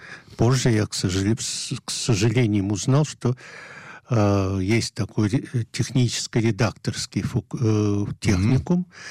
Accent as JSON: {"language": "Russian", "region": "Moscow", "country": "Russia", "moved": "yes", "lives_now": "Israel", "said": "Я москвич."}